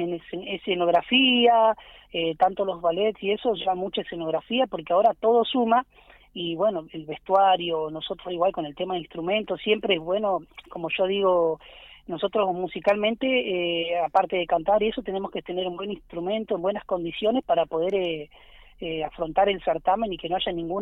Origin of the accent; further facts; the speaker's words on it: Caleta Olivia, Santa Cruz, Argentina; Soy de Caleta Olivia, de la provincia de Santa Cruz